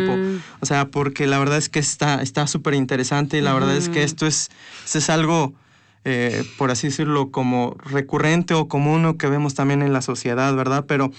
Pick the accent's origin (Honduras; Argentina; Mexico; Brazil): Mexico; Puebla; born there; yo nací aquí en Puebla